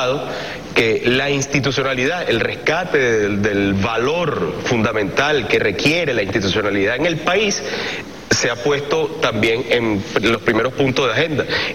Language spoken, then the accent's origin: Spanish; Venezuela; que apunta a que como venezolanos nosotros vivamos en armonía